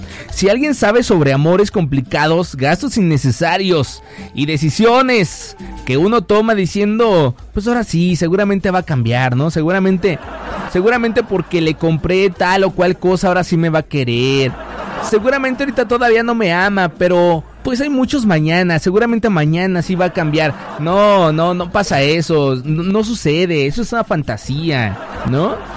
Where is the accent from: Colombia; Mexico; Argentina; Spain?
Mexico; a mí me encanta ser mexicano.